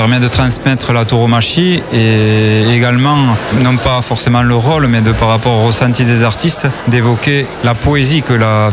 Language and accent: French; Vic-Fezensac, Occitanie, France; now in Hossegor, France; Je suis originaire de Vic-Fezensac. Et j'habite à Haussegor, ça fait une trentaine d'années.